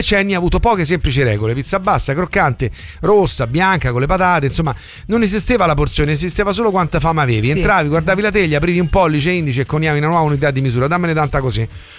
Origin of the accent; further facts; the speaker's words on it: Rome, Lazio, Italy; Poi ci siamo ricordati che siamo romani e quindi non facciamo notizie.